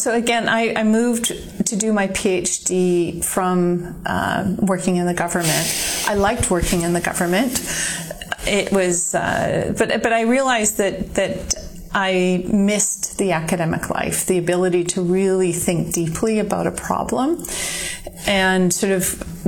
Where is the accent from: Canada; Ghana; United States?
Canada; Kamloops, British Columbia; So I grew up in British Columbia, in Kamloops, and was the daughter of a gold miner.